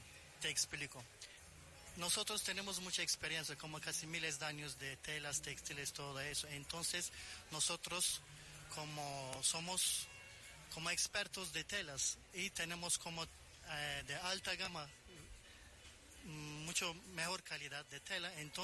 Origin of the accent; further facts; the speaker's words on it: Turkey; Spanish is a second language; now in Colombia; soy de Turquía.